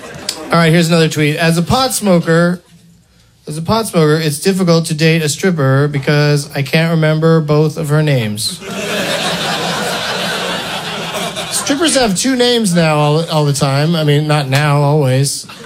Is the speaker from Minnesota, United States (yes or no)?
no; San Diego, California, United States; So I'm from San Diego, California, and I hate going down there because I hate hanging out with my loser friends.